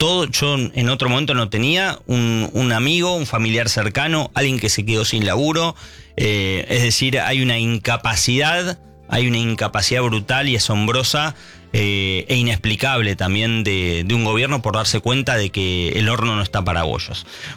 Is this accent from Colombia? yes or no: no; Mar del Plata, Buenos Aires Province, Argentina; Me acordé mis tiempos de niño en Mar del Plata.